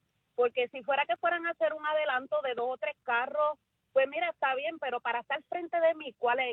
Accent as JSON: {"language": "Spanish", "country": "Puerto Rico", "said": "Sí, yo soy boricua."}